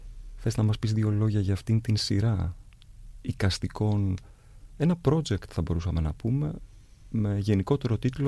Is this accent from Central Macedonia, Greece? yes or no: no; Elassona, Thessaly, Greece; Οι δύο τόποι μας, ο δικός σου στην Πιερία και ο δικός μου στη Βόρεια Θεσσαλία, στην Ελασσόνα, τους ενώνει ο καπνός.